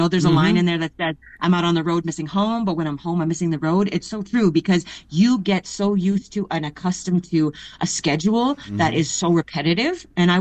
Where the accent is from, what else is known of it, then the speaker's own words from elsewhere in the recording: Big Stone Cree Nation, Alberta, Canada; I'm originally from Big Stone Cree Nation in mm-hmm. Northern Alberta.